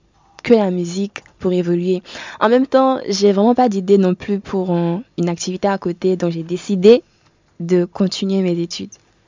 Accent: Benin; j'ai 23 ans, je suis béninoise

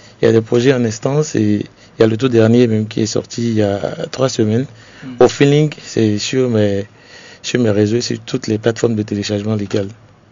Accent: Benin; l'état civil, je suis béninois

